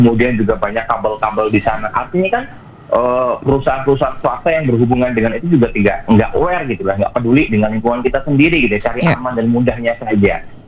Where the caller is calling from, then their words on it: South Sumatra, Indonesia; meskipun saya warga Banyuasin, tapi aktivitasnya banyak di Palembang nih Pak.